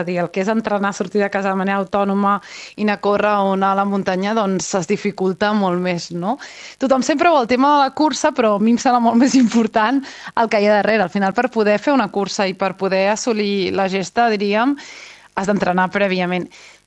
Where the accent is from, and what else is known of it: Vilassar de Mar, Catalonia, Spain